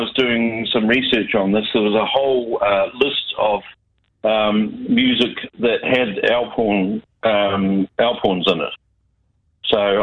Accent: Dunedin, Otago, New Zealand; I've planned a holiday for the end of the year in November to go down to my hometown, Dunedin, and down the Catlins and through to Fiordland.

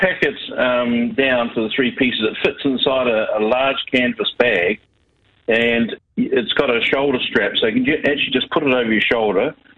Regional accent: Dunedin, Otago, New Zealand; I've planned a holiday for the end of the year in November to go down to my hometown, Dunedin, and down the Catlins and through to Fiordland.

